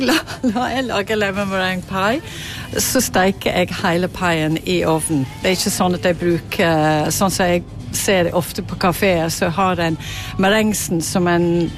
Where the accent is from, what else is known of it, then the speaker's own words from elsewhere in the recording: England, United Kingdom; now in Norway; jeg født og vokst opp i England